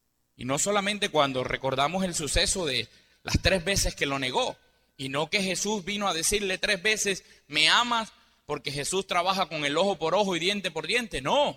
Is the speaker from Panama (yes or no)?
yes; Panama; moved away; A mí me parece estar allá en mi tierra también, bailando. Así mismo es como se baila el Señor allá en Panamá.